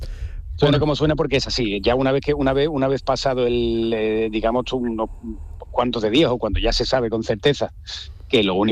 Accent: Dos Hermanas, Andalusia, Spain; Yo soy de Dos Hermanas.

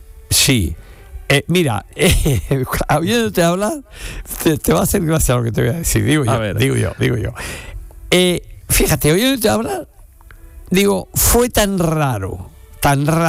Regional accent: Andalusia, Spain; los andaluces no nos lo ganamos

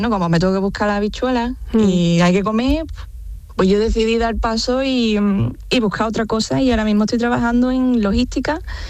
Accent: Seville, Andalusia, Spain; now in Belgium; Soy de Sevilla, capital.

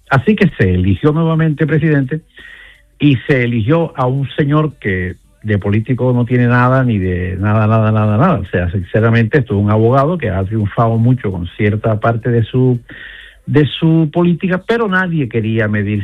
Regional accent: Caribbean Region, Colombia; los que somos del lado del Caribe.

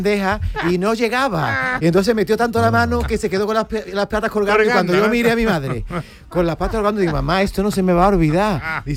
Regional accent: Gelves, Andalusia, Spain; born there; voy yo a ese pueblo, que es Gelves, donde yo nací

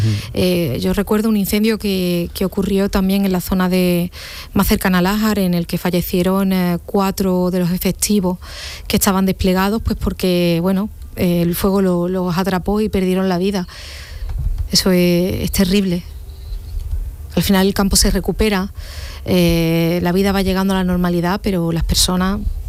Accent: Andalusia, Spain; Yo soy de la Sierra de Aracena y Picos de Aroche

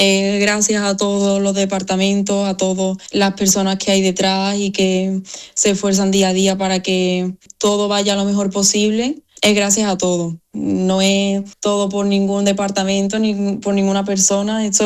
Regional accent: Seville, Andalusia, Spain; moved away as an adult; also born or lived in England; now in Bulgaria; ves a todo el mundo de allí de Sevilla viendo los pasos y me encantaría poder estar allí, pero también gracias a ello pues puedo vivirlo desde aquí, desde Bulgaria

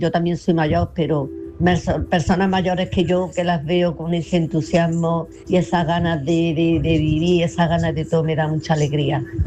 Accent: Córdoba, Andalusia, Spain; Hola, Manolo. Buenas tardes, mira … de Córdoba.

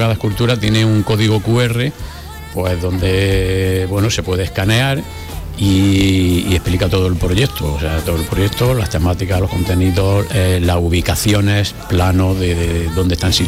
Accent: Jaén, Andalusia, Spain; yo soy de allí, soy del terreno, o sea que conozco bien el territorio

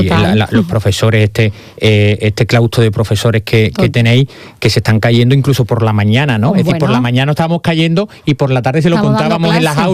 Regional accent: Huelva, Andalusia, Spain; yo partí, yo salí de Huelva siendo pedraza

